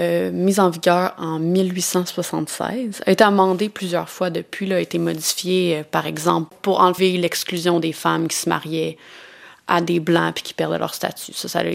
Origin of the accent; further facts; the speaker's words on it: Wendake, Quebec, Canada; je suis Wendat de Wendake.